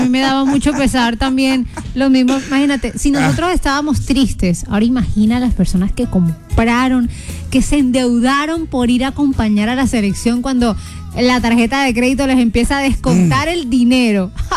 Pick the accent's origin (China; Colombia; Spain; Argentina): Colombia; Total, Adri, pero eso es lo lindo de ser colombianos, que siempre